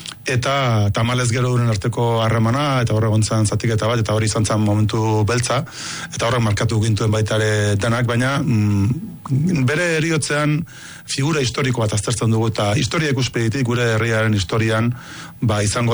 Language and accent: Basque; Beasain, Basque Country, Spain; born there; nik Beasainen eta Goierren eta horrela bizitzen nuen